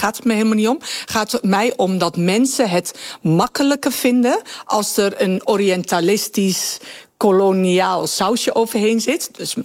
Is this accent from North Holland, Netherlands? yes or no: no; Winterswijk, Gelderland, Netherlands; omdat ik Marokkaanse ben uit Winterswijk